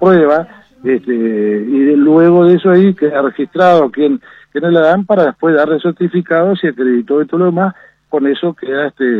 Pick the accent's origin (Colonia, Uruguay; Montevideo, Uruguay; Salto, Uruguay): Salto, Uruguay; yo soy de Salto